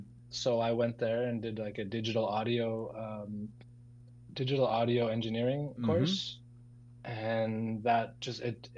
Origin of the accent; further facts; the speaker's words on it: Inuvik, Northwest Territories, Canada; I'm from Inuvik, Northwest Territories. I'm Inuvialuit. Most people know us as Inuit or Eskimo if you're kind of old school, but... So I'm from the Arctic. I was born and raised here.